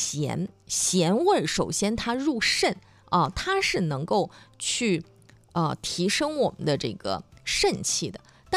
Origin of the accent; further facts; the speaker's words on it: Dalian, Liaoning, China; 你像我们大连都比较我们大连人都很喜欢吃那个黄桃罐头哈，